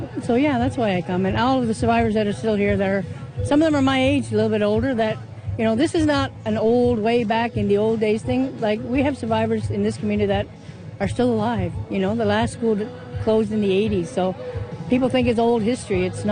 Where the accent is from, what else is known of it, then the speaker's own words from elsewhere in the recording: Goose Bay, Newfoundland and Labrador, Canada; I'm from Goose Bay, Labrador.